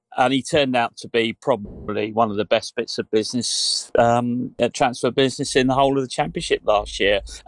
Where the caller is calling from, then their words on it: Bolton, North West England, United Kingdom; my hometown club where I'm ringing from, well, where I'm talking to you from now, because I happen to live in Bolton.